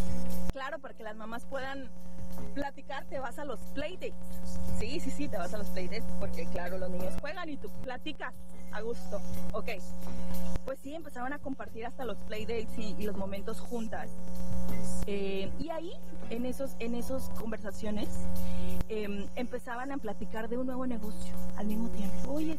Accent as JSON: {"language": "Spanish", "town": "Monterrey", "region": "Nuevo León", "country": "Mexico", "said": "yo soy regia. Sí, yo soy regia."}